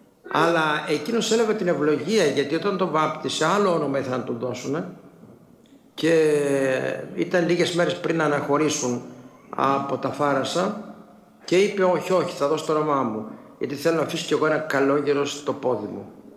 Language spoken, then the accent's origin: Greek; Ioannina, Epirus, Greece; Εγώ γιαννιώτης είμαι, γεννημένος στα Γιάννα και μεγάλωσα στα Γιάννα.